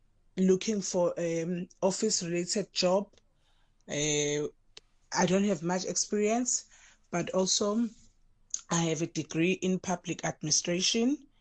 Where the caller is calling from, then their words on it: Richards Bay, KwaZulu-Natal, South Africa; I'm from Richards Bay. I'm Esikawini.